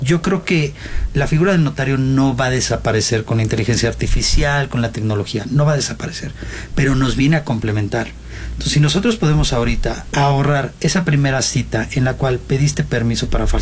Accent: Mexico; como buenos mexicanos, dejamos todo al final

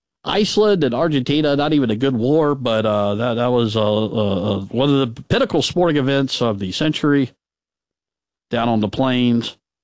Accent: Pelham, Alabama, United States; I grew up in Shelby County, in Pelham, went to Pelham High School, graduated in 1994, and I know the area pretty well, lived there off and on throughout times in my life.

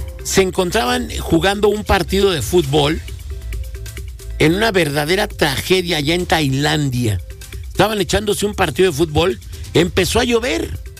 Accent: Mexico; y eso es lo que a mí, como mexicano, me molesta.

